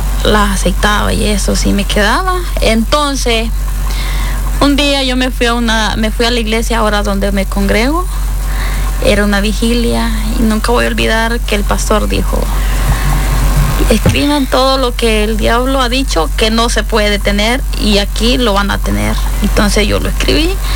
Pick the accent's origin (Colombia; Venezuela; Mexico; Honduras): Honduras; moved away as an adult; now in Spain; vengo de Honduras, llegué a España en el 2018, el 6 de mayo del 2018